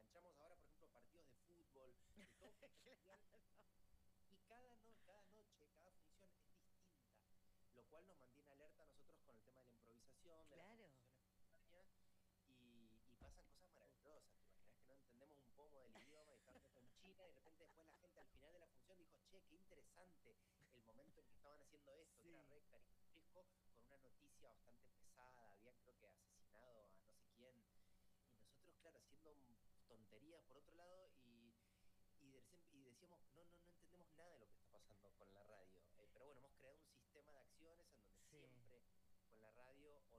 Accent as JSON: {"language": "Spanish", "region": "Mendoza", "country": "Argentina", "tie": "born or raised there", "said": "yo soy mendocino y en Mendoza hay muchos monumentos de Mafalda."}